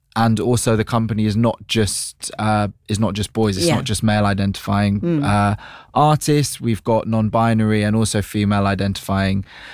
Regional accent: London, United Kingdom; one of the joys of growing up in London is access to opportunity

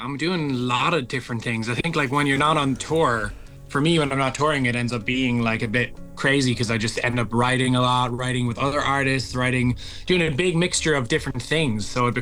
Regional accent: Cork, Munster, Ireland

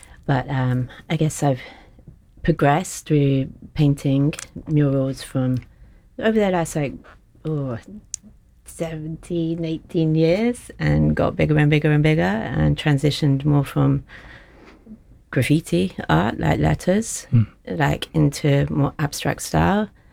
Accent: Bristol, South West England, United Kingdom; now in Nottingham, United Kingdom; I grew up in Bristol

